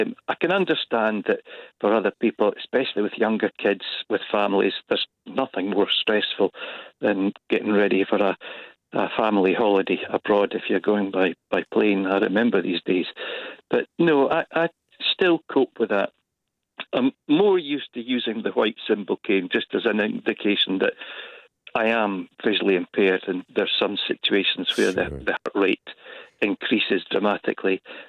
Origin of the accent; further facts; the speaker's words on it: Scotland, United Kingdom; And so many people actually asked, when I said I was from Scotland, they said, what are you doing here?